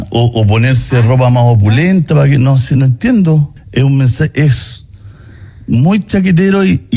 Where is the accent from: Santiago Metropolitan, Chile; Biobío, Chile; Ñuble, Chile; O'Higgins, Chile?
Biobío, Chile; Hualpén; born there; Porque nací en Hualpén